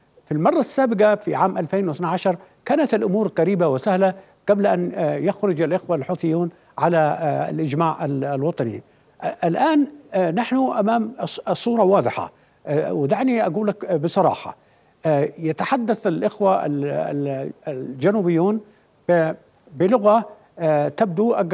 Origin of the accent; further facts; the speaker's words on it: Yemen; also born or lived in Aden / Sanaa / Taiz; أفكر باليمن الذي ولدت ونشأت فيه على قيم العدالة والمساواة والأخوة. أنا نصف أهلي كانوا في الجنوب في عدن، ونصفهم في صنعاء. أنا عشت في تعز